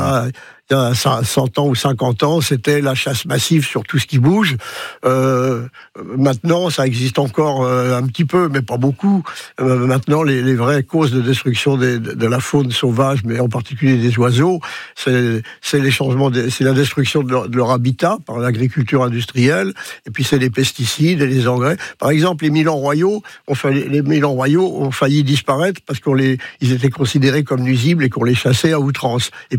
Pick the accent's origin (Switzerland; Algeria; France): France